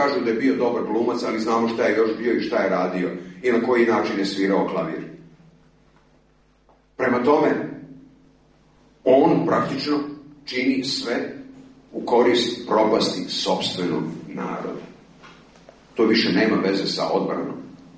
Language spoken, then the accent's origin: Serbian; Vojvodina, Serbia; Što kažu kod nas u Vojvodini, ja drumom, on šorom.